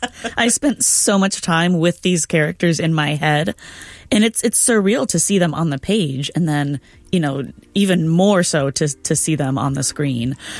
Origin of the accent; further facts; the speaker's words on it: Tacoma, Washington, United States; Well, you know, growing up in Tacoma, I've been just around aquariums a lot. You know, I used to go to the Point Defiance Aquarium a lot as a kid.